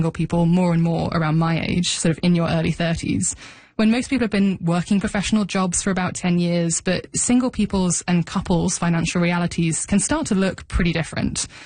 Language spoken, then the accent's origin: English; United Kingdom; moved away as an adult; now in Vancouver, Canada; Now, I'm sure the listeners can tell at this point that I'm not from Canada. I moved to Vancouver from the UK a couple of years ago. And don't get me wrong, London was expensive, but it's expensive here too.